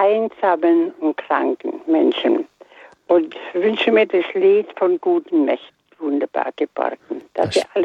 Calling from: Schweinfurt, Bavaria, Germany; Ich rufe aus Schweinfurt an, ja.

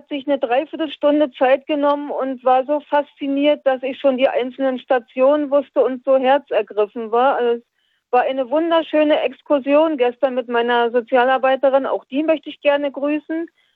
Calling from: Berlin, Germany; Dann der Gruß aus Berlin nach Bayern.

